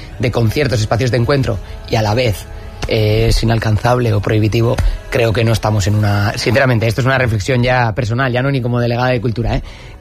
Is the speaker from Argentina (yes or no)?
no; Irún, Basque Country, Spain; soy de Irún